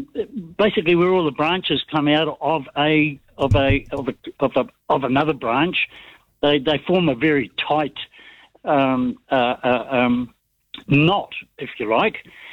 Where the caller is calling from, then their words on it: New Zealand; I'm Kiwi and proud of it.